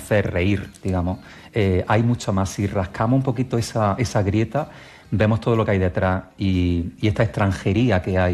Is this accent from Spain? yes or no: yes; Granada, Andalusia, Spain; Para quienes venimos de Granada, yo creo que es inevitable.